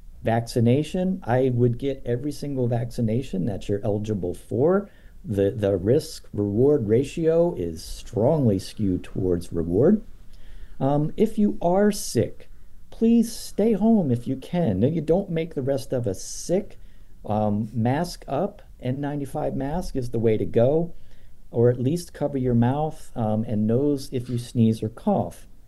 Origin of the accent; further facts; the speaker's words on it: United States; we as American citizens